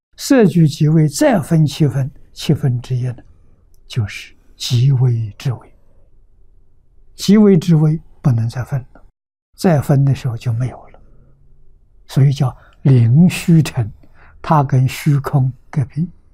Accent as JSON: {"language": "Chinese", "country": "China", "said": "我们中国人"}